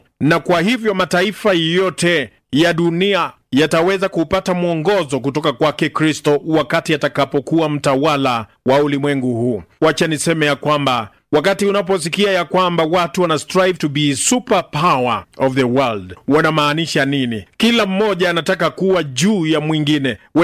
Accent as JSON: {"language": "Swahili", "country": "Kenya"}